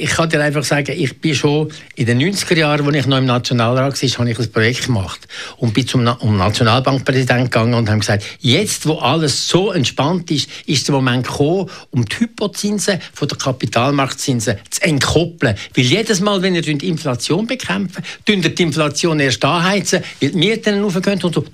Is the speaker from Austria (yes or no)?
no; Engelberg, Obwalden, Switzerland; Ich komme ja eigentlich auch aus den Bergen.